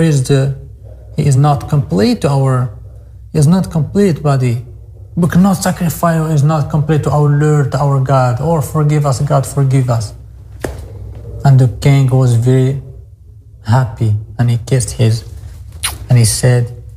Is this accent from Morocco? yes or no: yes; Morocco; English is a second language